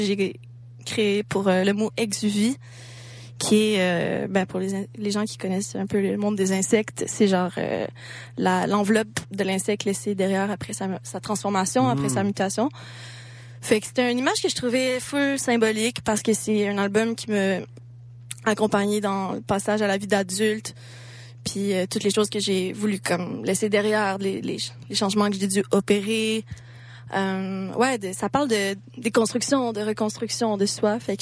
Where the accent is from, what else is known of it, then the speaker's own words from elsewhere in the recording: Granby, Quebec, Canada; moi, je viens de Granby, comme... J'ai étudié à Granby, ben je viens de Granby aussi.